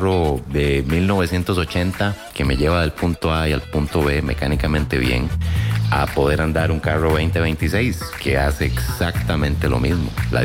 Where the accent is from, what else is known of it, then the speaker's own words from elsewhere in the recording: Costa Rica; dentro de lo que somos los ticos y nuestra cultura